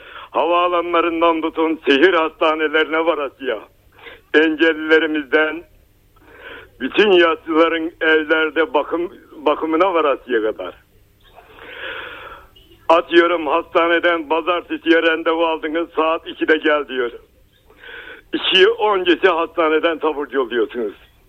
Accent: Kütahya, Turkey; born there; Ben köyde oturdum. Köyde büyüdüm. Çıtahya'ya yerleştim.

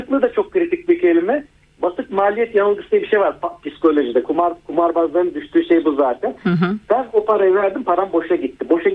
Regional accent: Trabzon, Turkey; ama ben de Trabzonluyum. Karadeniz olarak babamın bir kayığı var.

